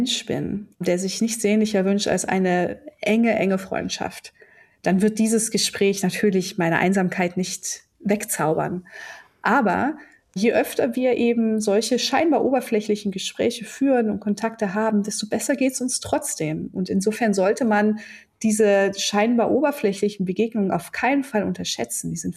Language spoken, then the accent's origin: German; Cologne, North Rhine-Westphalia, Germany; now in Bochum, Germany; da geht mir auch immer noch das Herz auf, auch wenn ich schon länger nicht mehr in Köln lebe. Ich lebe seit einigen Jahren jetzt in Bochum im Ruhrgebiet